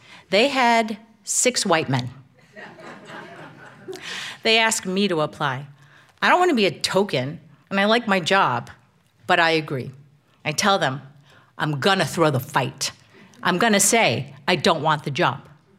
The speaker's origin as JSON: {"language": "English", "region": "New Jersey", "country": "United States", "said": "I'm from New Jersey. I lost my parents when I was 8."}